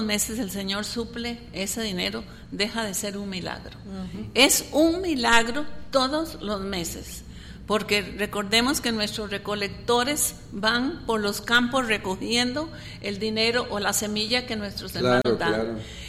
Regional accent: Alajuela, Costa Rica; yo soy de Alajuela

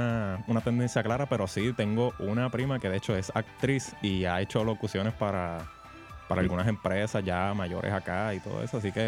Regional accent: Barranquitas, Puerto Rico; Ay, a mis vecinos de allá de Barranquita. Oye, yo vengo de Barranquita

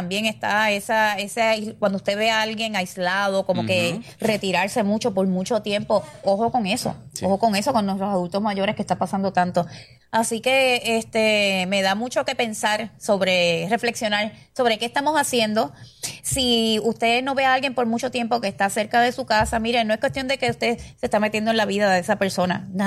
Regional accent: San Juan, Puerto Rico; also born or lived in Manatí; yo me crié en San Juan, pero en Manatí, donde eran mis papás, todo el mundo se conocía

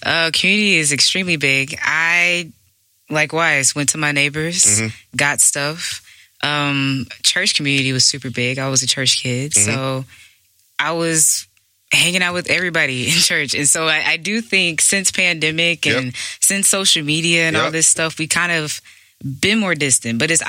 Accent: Texas, United States; I'm from Texas, but I'm a little bit Caribbean.

